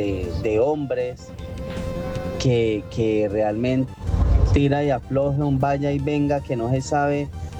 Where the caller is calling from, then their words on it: Colombia; aquí las únicas víctimas de ese par de infantes somos los colombianos.